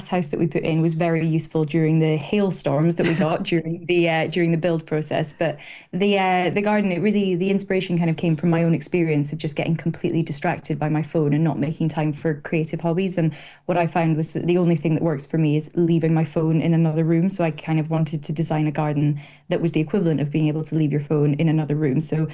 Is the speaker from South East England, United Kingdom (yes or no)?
no; Scotland, United Kingdom; now in London, United Kingdom; growing up in the Northeast